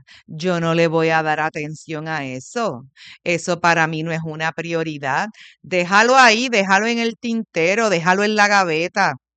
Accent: San Juan, Puerto Rico; also born or lived in Mayagüez, Puerto Rico; Yo nací en Mayagüez, Puerto Rico, en el Cerro Las Mesas. Pero yo desde pequeña, a los 2 años, me trajeron a vivir a San Juan. Y toda mi vida la he hecho aquí en San Juan.

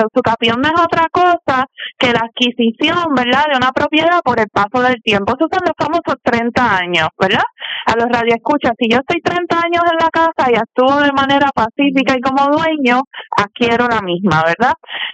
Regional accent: Patillas, Puerto Rico; Yo vengo del barrio Fondo de Chaco, que era arriba de Patilla.

